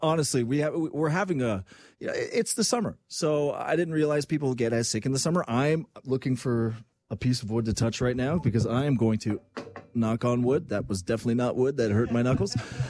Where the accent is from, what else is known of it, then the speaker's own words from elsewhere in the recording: Quebec, Canada; Now, I could do that because I'm from Quebec